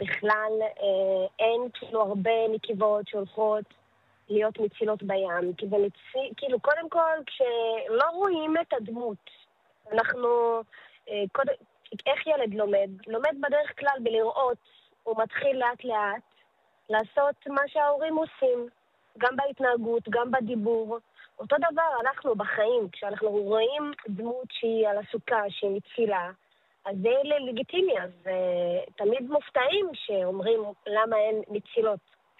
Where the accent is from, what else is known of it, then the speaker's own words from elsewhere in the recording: Tayibe, Central District, Israel; born there; כי אני נולדתי שם